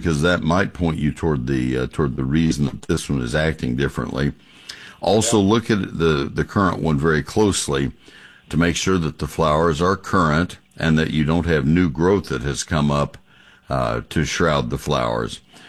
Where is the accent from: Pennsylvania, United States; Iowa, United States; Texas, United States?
Texas, United States; College Station; I grew up in College Station.